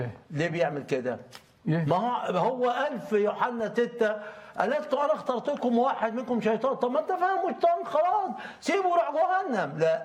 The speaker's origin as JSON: {"language": "Arabic", "country": "Egypt", "said": "عندنا في مصر لما واحد يسقط في مادة يتعمل له ملحق في الصيف."}